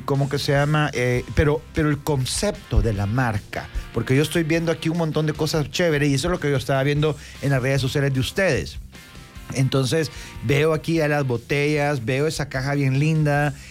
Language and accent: Spanish; El Salvador; si nosotros hablamos de cosas del Salvador o que somos del Salvador